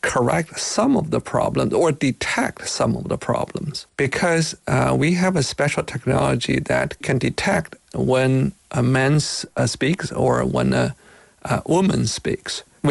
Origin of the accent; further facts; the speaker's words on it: Beijing, China; English is a second language; now in United States; I'm not a native English speaker myself. I was born in China. I grew up in Beijing. I went to America in 1991. Even after 35 years living in America, I couldn't get rid of my accent.